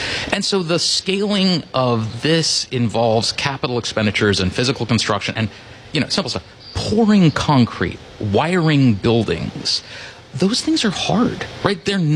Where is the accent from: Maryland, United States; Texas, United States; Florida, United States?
Maryland, United States; Rockville; I grew up in Rockville, Maryland, so this is like home for me, right?